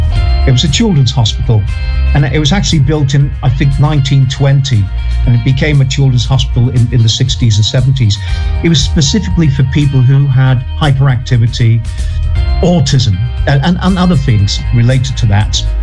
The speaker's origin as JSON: {"language": "English", "town": "Rock Ferry", "region": "North West England", "country": "United Kingdom", "tie": "born or raised there", "said": "I grew up in Rock Ferry, which is part of Wirral"}